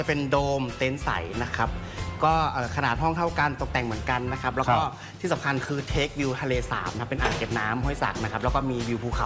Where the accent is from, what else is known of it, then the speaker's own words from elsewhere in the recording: Chiang Rai, Thailand; แล้วก็คือมันก็เป็นจังหวะที่ว่าเราเป็นคนเชียงรายด้วยนะ